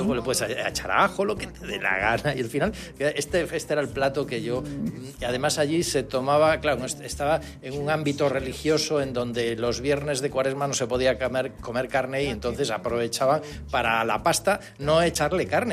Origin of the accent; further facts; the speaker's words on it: Galicia, Spain; Porque yo creo que en el fondo me recordaba mi tierra, Galicia.